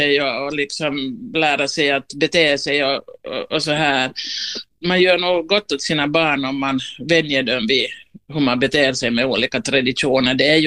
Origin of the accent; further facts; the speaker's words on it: Ostrobothnia, Finland; now in Uusimaa, Finland; Vet du, där har jag läst mitt liv helt i lugn och ro som österbottning utan kräftskivor och det där. Och så har vi ju min familj här i Nyland.